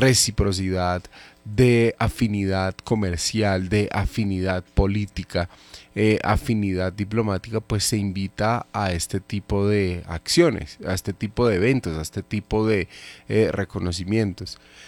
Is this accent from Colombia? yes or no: yes; Colombia; nosotros como colombianos no la necesitamos para entrar a la Unión Europea